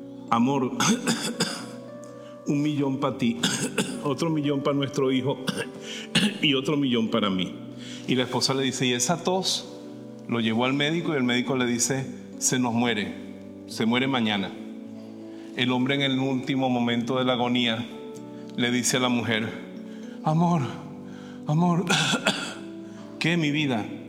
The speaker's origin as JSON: {"language": "Spanish", "country": "Venezuela", "said": "Yo soy de Venezuela. Estoy sustituyendo al padre por unos momentitos, pero no crean, él sigue aquí."}